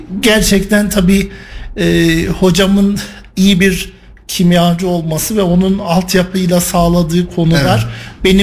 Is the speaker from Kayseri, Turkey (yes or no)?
yes; Kayseri, Turkey; Bu benim bir Kayserili, bir Erciyesli olarak temel vazifem.